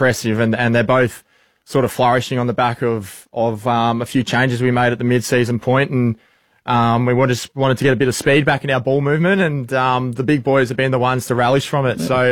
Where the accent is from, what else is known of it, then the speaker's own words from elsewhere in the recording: Echuca, Victoria, Australia; Yeah. No, it's just a typical country lifestyle, I think. Growing up in Echuca, Miami